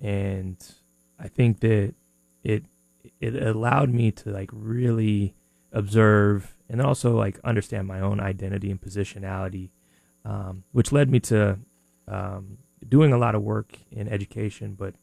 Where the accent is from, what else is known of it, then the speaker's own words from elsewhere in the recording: Spokane, Washington, United States; now in Seattle, United States; growing up in Spokane was definitely a learning experience.